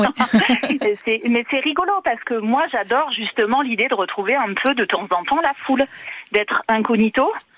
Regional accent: Auvergne-Rhône-Alpes, France; born there; je suis née dans le Rhône.

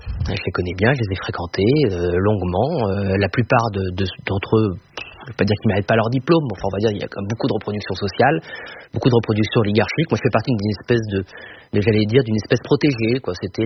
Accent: Brittany, France; moi, je suis breton, je suis superstitieux

